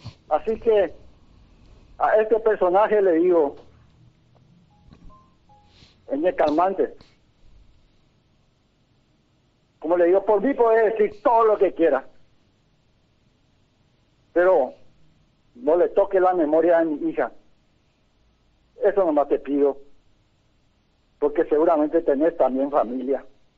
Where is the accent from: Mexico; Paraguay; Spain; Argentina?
Paraguay; Pedro Juan Caballero, Amambay; me debo a mi pueblo de Pedro Juan Caballero.